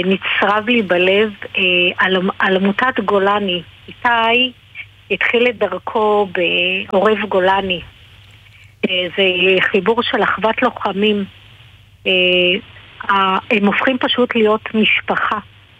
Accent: Jerusalem, Jerusalem District, Israel; now in Hadid, Israel; אז אני ירושלמית במקור, אני בעוד 6 ימים, אני לא יכולה להגיד שאני אחגוג 63

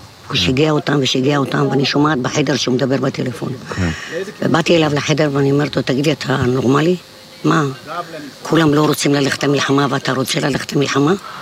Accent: Herzliya, Tel Aviv District, Israel

